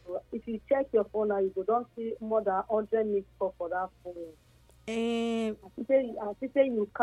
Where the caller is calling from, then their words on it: Oka, Nigeria; from Oka.